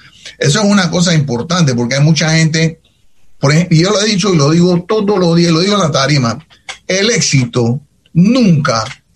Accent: Panama; moved away; Yo me fui de Panamá por la dictadura.

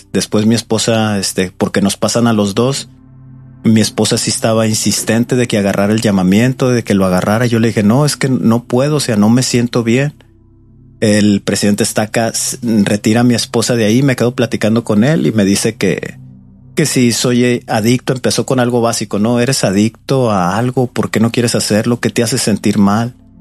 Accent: Torreón, Coahuila, Mexico; moved away as an adult; now in Morelia, Mexico; Yo soy de Torreón, Coahuila, y viajamos a Morelia hacia el centro de México.

